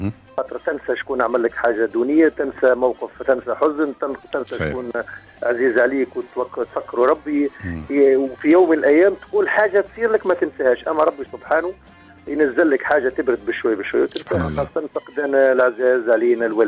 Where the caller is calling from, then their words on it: Kalaa Kebira, Sousse Governorate, Tunisia; من القلعه الكبيره.